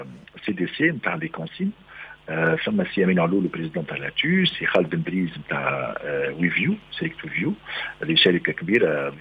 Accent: Tunisia; عندنا في تونس

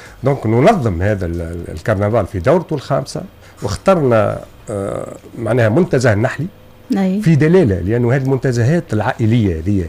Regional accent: Tunisia; الحقيقة احنا أولاد تونس ونعرفوا للعائلات التونسية

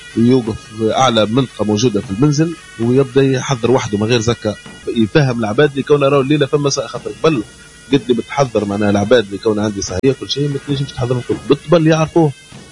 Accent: Djerba, Medenine, Tunisia

